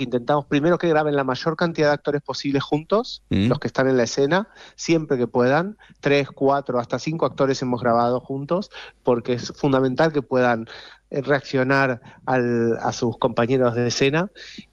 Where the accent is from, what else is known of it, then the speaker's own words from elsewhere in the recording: Argentina; accent: Argentine; Todas las pequeñas partes de la serie las he tenido que hacer con mi acento argentino, pobrecitos, si se tienen que concentrar.